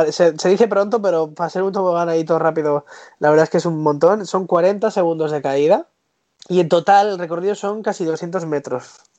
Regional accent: Murcia, Region of Murcia, Spain; No me sale. Es que yo soy de Murcia.

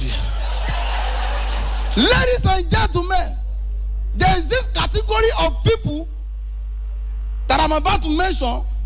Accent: Ibadan, Oyo, Nigeria; I grew up in Ibadan. A very tough place to live. My background is very bad.

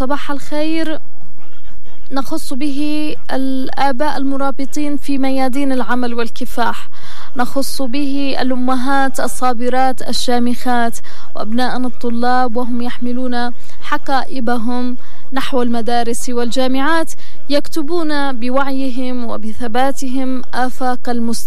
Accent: Yemen; نمر بها كشعب يمني

